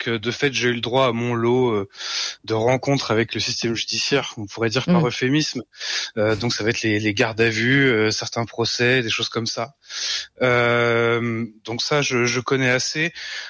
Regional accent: France; Et qui nous sommes ? Nous sommes des Français, des Européens, également des Occidentaux.

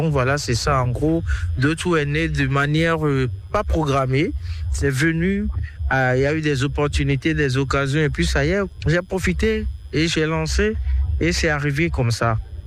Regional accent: Benin; now in Côte d'Ivoire; Je suis à mon 8e album. Je réside en Côte d'Ivoire. Je suis béninoise, d'origine ivoirienne par alliance.

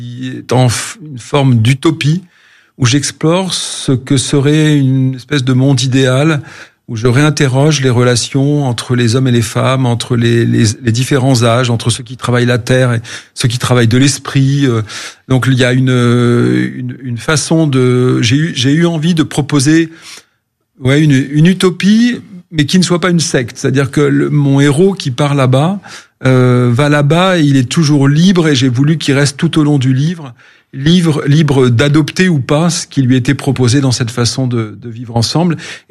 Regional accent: Corsica, France; born there; Alors, je suis né en Corse, ma mère était provençale, du pied de la Sainte-Victoire, du côté d'Aix-en-Provence

